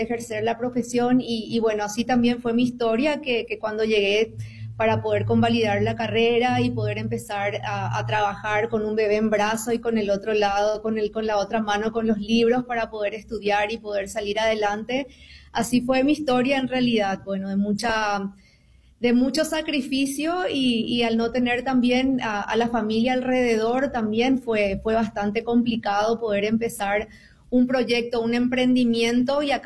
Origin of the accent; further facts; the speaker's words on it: Paraguay; moved away as an adult; now in United States; soy de Paraguay y bueno, fui migrante por elección a los 25 años